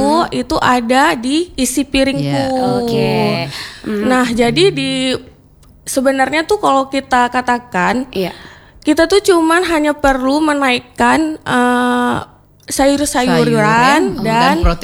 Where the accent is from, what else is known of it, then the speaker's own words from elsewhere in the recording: Aceh, Indonesia; kita orang Aceh